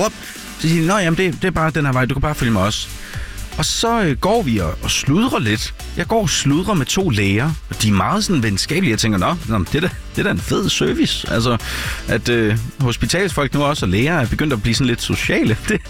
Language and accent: Danish; Aarhus, Central Denmark Region, Denmark; born there; jeg er født i Aarhus